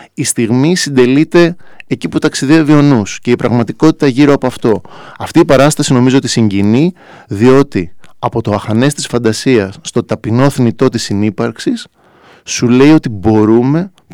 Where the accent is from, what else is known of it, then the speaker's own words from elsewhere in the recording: Athens, Attica, Greece; ως Αθηναίος